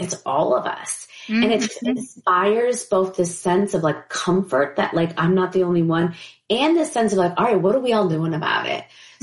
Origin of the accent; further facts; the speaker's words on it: New York, United States; I think, look, I'm a New Yorker.